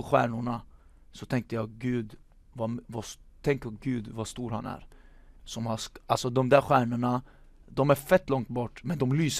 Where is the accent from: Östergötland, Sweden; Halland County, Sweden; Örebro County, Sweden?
Östergötland, Sweden; Norrköping; also born or lived in Stockholm; Jag växte upp i Norrköping, men jag föddes i Stockholm och min pappa är från Peru.